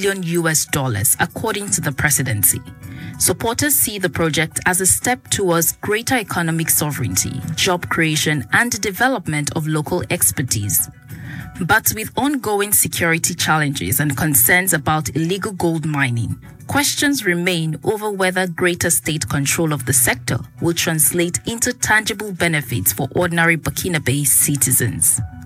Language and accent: English; Lagos, Nigeria; from Lagos, Nigeria, stepping in for Nkechi Ogbona.